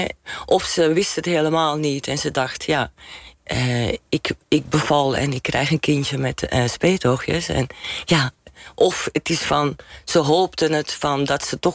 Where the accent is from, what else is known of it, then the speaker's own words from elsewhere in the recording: Belgium; Hè, dan had je op Belgische scholen, want ik kom uit België eigenlijk. Dan heb je allemaal, ik was altijd het enige Chineesje.